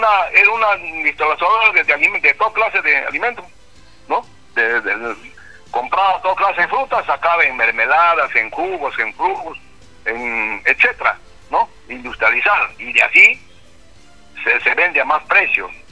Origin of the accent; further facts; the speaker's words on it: Mazamari, Junín, Peru; yo crecí en Mazamari